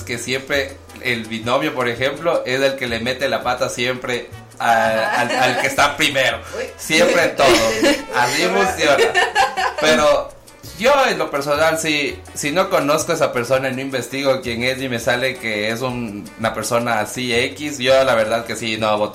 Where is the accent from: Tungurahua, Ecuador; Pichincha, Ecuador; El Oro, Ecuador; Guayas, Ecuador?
Tungurahua, Ecuador; Ambato; a pesar de ser uno ambateño, tungurahuense, uno quiere ver bien a su tierra.